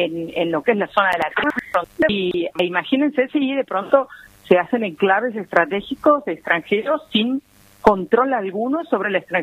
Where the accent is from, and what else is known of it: Argentina